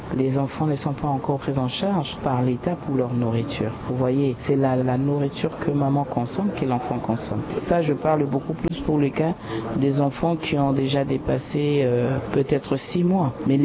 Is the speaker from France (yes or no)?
no; Central African Republic; ici, pour chez nous, en République centrafricaine